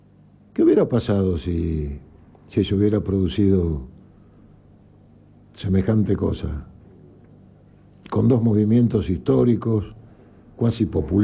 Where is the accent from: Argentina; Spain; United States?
Argentina; Ayacucho, Buenos Aires Province; somos 23.000 habitantes, en uno de los partidos, creo que el más rico de la provincia de Buenos Aires, más de 700.000 cabezas de ganado, soja, maíz, ¿cómo no crecemos? Yo siento que mi pueblo sigue por inercia